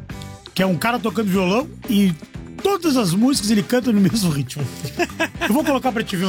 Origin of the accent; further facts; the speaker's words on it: Florianópolis, Santa Catarina, Brazil; accent: Manezinho; Ô, manézinho, querido.